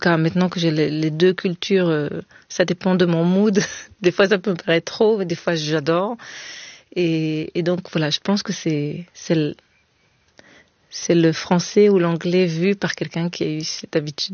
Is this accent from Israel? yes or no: yes; Israel; Je sais pas si c'est lié à ma culture, donc du fait que j'ai été élevée en Israël et qu'il y a quelque chose de très direct dans cette langue-là aussi.